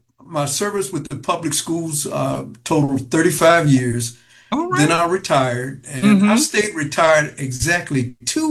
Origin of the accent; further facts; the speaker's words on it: Hampton, Virginia, United States; Actually, I'm from right here in Hampton. I grew up in Hampton.